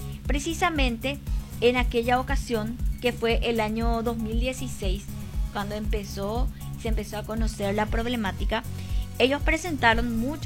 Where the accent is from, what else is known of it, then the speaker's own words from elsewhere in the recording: Paraguay; nuestro país